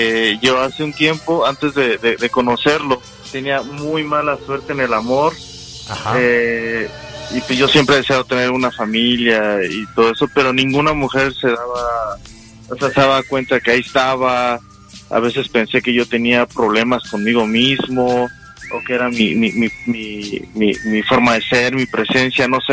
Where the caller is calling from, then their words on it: Arizona, United States; Hablo de Arizona, maestro.